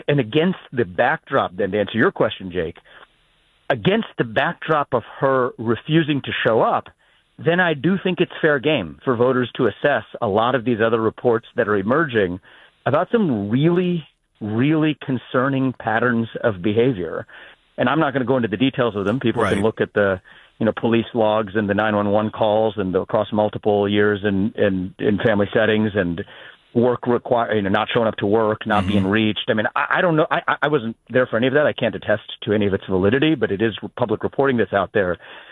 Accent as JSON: {"language": "English", "region": "Ohio", "country": "United States", "tie": "born or raised there", "said": "I have a moral obligation to use these skills to actually leave our country better off and to do it in my home state."}